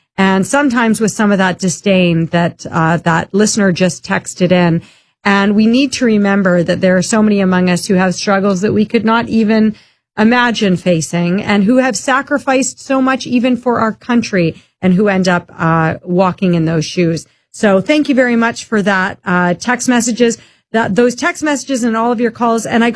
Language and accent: English; Saskatchewan, Canada; also born or lived in Toronto; I lived in Toronto for a number of years, and when I would tell them I was from Saskatchewan